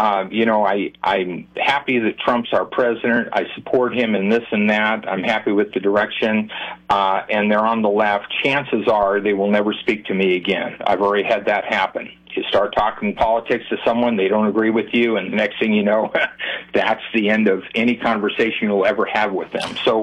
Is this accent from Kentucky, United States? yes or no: no; San Luis Obispo, California, United States; growing up in San Luis Obispo